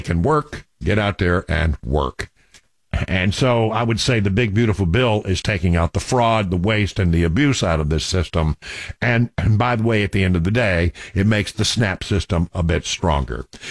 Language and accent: English; Texas, United States; moved away; also born or lived in Florida; I grew up in West Texas, where we have javelina hogs